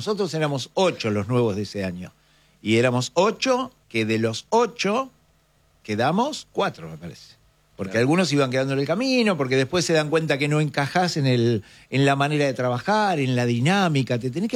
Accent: Mar del Plata, Buenos Aires Province, Argentina; ¿Vos sos el de Mar del Plata? Sí, le digo, soy yo.

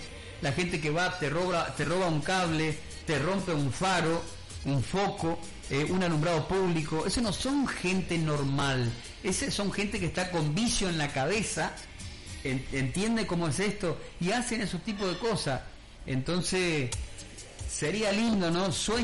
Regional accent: Puerto Iguazú, Misiones, Argentina; nosotros somos de acá, nacimos acá, ¿sí? Somos oriundo acá de Iguazú

